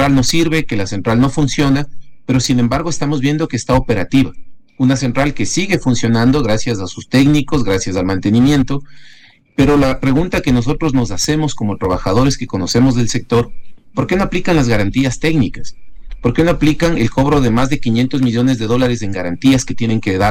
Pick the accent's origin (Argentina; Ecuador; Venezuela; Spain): Ecuador; necesitamos como ecuatorianos mayor transparencia